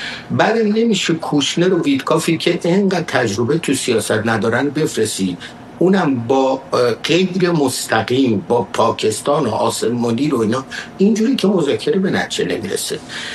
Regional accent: Iran; منم به عنوان یه ایرانی

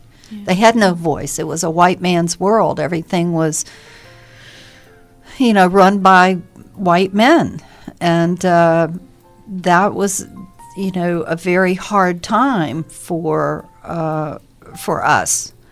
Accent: Birmingham, Alabama, United States; moved away; I grew up in Birmingham, Alabama.

